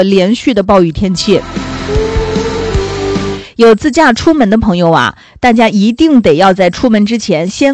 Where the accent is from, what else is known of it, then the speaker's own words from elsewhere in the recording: North China, China; now in Haikou, China; 像我们的华北地区，我老家啊，华北地区